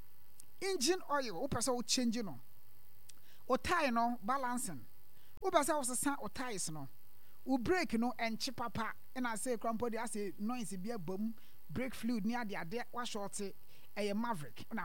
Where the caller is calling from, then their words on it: Kotoso, Eastern Region, Ghana; from Kotoso.